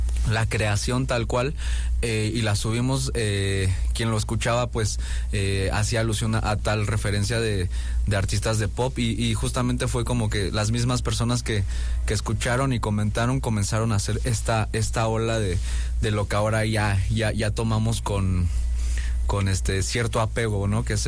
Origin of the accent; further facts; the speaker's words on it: Gustavo A. Madero, Mexico City, Mexico; Sí, porque ese es ese punto medio donde yo crecí en la Gustavo Amadero, ¿no?